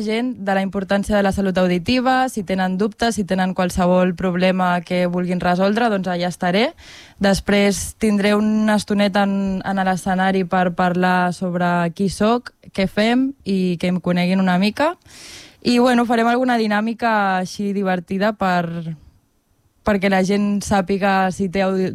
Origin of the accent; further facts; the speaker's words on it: Torrelles de Llobregat, Catalonia, Spain; jo no sóc de Molins de Rei, però treballo a Molins de Rei. Jo sóc de Torrelles de Llobregat.